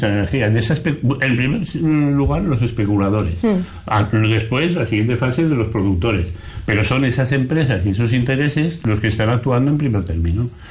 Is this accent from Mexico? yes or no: no; Aragon, Spain; Yo vengo de Aragón, he estado muchos años he vivido muchos años en Aragón